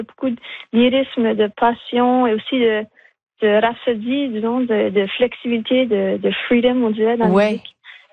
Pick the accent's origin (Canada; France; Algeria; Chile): Canada; Edmundston, New Brunswick; born there; moi je suis née à Edmundston, mais j'ai pas toujours été là, j'ai déménagé et donc je suis toujours ancrée ici.